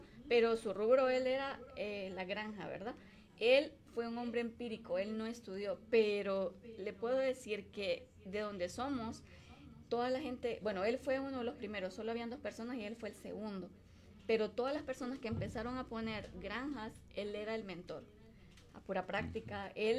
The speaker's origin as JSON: {"language": "Spanish", "region": "Ocotepeque", "country": "Honduras", "tie": "born or raised there", "moved": "as an adult", "lives_now": "Tegucigalpa, Honduras", "said": "De mi maravilloso pueblo de Ocotepeque, pues, oriunda de allá, por obviamente situaciones de estudio, me vengo a Tegucigalpa, pero sí, una vida tranquila en Ocotepeque"}